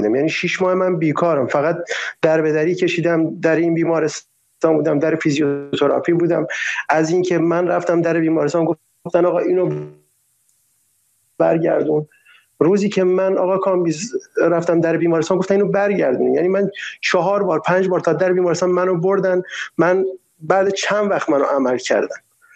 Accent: Iran; چون به عنوان یه ایرانی حق من اینه که یه زندگی خوب داشته باشم.

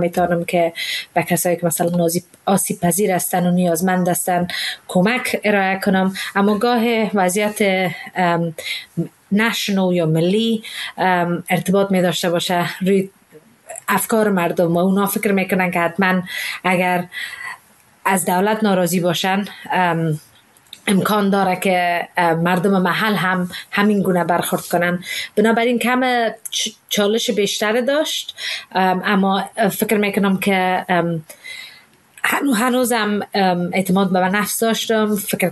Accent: England, United Kingdom; also born or lived in Afghanistan; now in London, United Kingdom; من از افغانستان که بیرون آمدیم 5 ساله بودم و اینجا تحصیل کردم، درس خواندم

